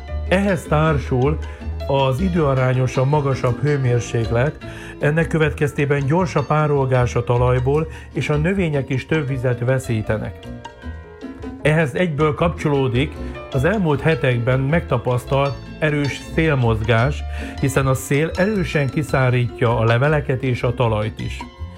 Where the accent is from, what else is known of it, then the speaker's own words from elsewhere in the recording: Földeák, Csongrád-Csanád, Hungary; born there; szülőfalumra, földákra gondolok